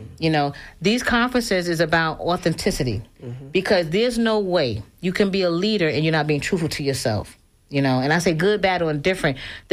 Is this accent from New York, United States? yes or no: yes; New York, United States; I'm from New York, and I used to be like, yeah, I'm a hoodlet.